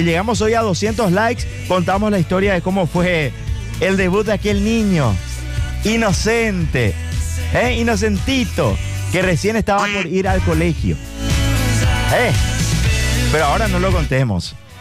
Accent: Luque, Central, Paraguay; Yo vengo de Quinta Compañía Macay Luque, de una familia humilde, trabajadora, honesta, honrada

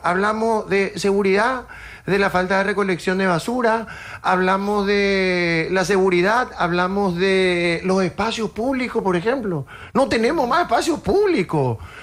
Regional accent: Asunción, Paraguay; yo también soy de Asunción, y me pongo en el lugar también de otros asuncenos.

